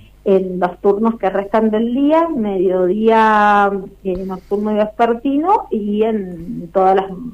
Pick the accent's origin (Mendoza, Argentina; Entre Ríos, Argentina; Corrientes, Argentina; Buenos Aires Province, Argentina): Mendoza, Argentina; Uspallata; yo estoy nacida y criada acá en Uspallata.